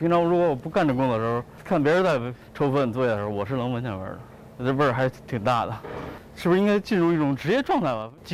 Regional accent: Beijing, China; 我也是北京这老胡同长大的

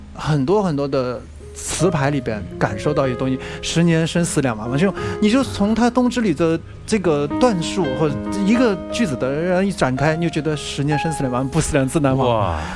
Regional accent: China

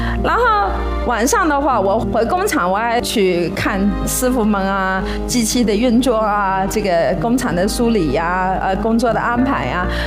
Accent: Yiwu, Zhejiang, China; 啊，可能我们义乌人的基因啊，省下来的是纯利，赚来的是毛利啊

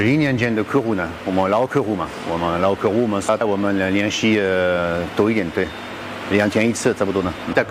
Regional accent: France; Chinese is a second language; moved away as an adult; now in Changzhou, China; 今年我51岁，所以28年比法国的时间长嘛。法国是我的家乡，现在常州是我的家。

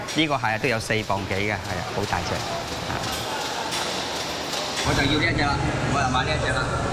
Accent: China; now in Panama; 我们中国人啊鬼佬都很喜欢的。

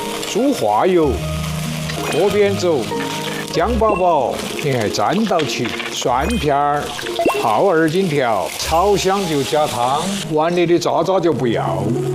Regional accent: Sichuan and Chongqing, China; 我们川渝人就喊它锅巴肉片。

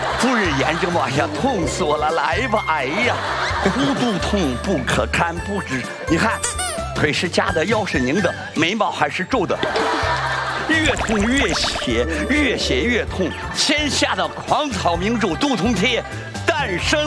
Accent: Xi'an, Shaanxi, China; 特别欢迎您和大家到我家乡来。

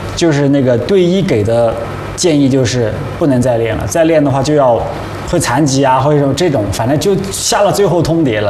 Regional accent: Yunnan, China; moved away as an adult; 因为我本身是来自云南的小城市嘛，我觉得我本身我就是一个特别朴实、特别感恩的人，然后去了，到了北京，到了首都了

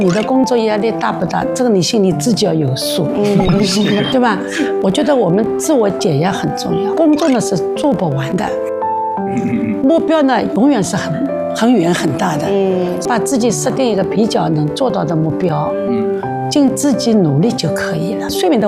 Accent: China; 我们中国人是有节气的

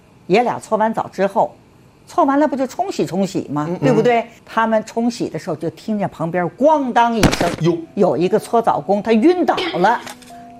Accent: southern China, China; 咱们都是南方人，北方没去过

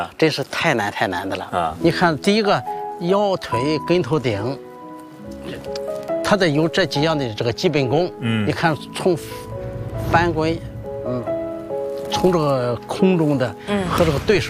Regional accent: Wuqiao, Hebei, China; 我是来自杂技之乡吴桥的第18代杂技世家的传人。

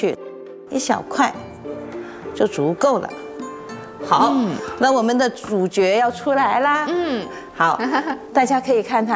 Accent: Guangdong, China; 你说我们广东人炖汤

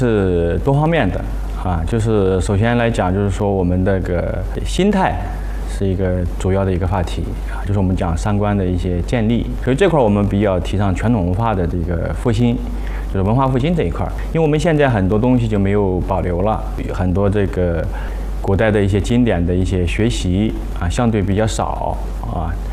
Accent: China

